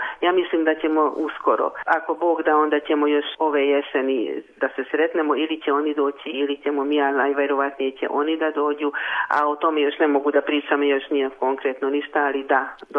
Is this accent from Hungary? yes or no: yes; Hungary; jedino mi smo bili iz Mađarske, dakle nije bila van zemlje nikakva grupa, jedino mi smo bili pozvani